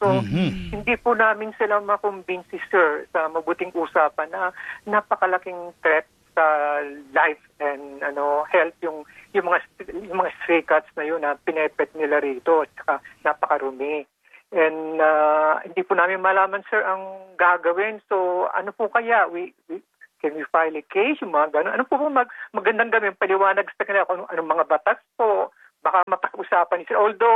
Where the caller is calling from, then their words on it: Quezon City, Metro Manila, Philippines; Taga Quezon City po ako and nakatira po kami sa isang condominium complex po na gated.